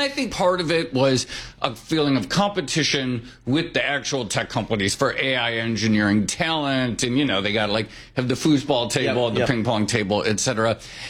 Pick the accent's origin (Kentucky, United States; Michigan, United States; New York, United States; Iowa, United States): New York, United States; I'm a New Yorker. I've lived here.